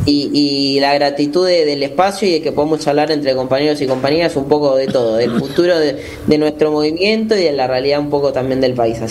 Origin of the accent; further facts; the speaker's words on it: Buenos Aires, Argentina; quienes somos porteños